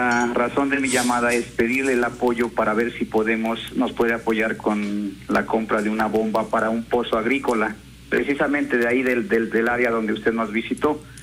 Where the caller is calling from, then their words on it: Guadalupe Zaragoza, Puebla, Mexico; Soy de la población de Guadalupe Zaragoza, municipio de Tlahuapan.